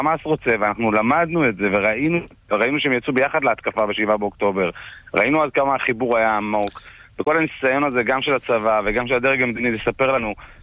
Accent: Morocco; אני מרוקאי, אתה רוצה לעשות את הרעיון הזה? אני מרוקאי.

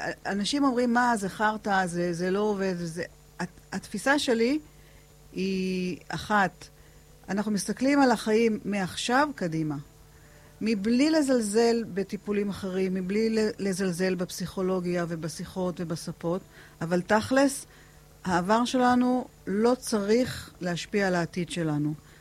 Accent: Eilat, Southern District, Israel; ההורים שלי הגיעו לפה ב-1960, אני נולדתי ב-1965, סבתא שלי, זיכרונה לברכה … הייתה גננת פה, עוזרת לגננת

